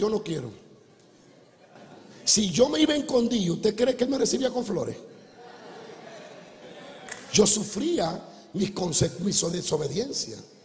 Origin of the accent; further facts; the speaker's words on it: Dominican Republic; Soy dominicano